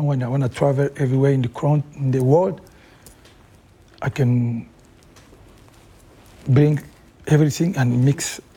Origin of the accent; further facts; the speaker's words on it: Kinshasa, DR Congo; English is a second language; I never speak Swahili when I grew up in Kinshasa. I speak just Lingala, mm-hmm. a little bit French.